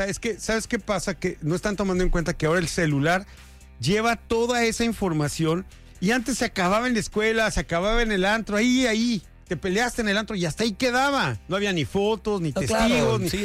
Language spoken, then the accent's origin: Spanish; Mexico